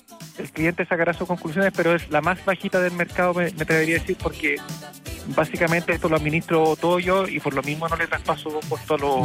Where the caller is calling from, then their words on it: Santiago, Santiago Metropolitan Region, Chile; En Ñuñoa, cerquita del Estadio Nacional.